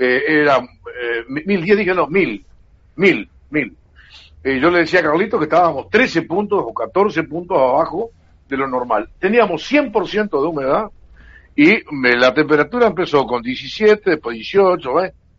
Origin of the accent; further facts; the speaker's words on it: Uruguay; nosotros los uruguayos somos criticones, y ojo, que no tenemos medidas, porque, y me incluyo, yo soy uruguayo como todos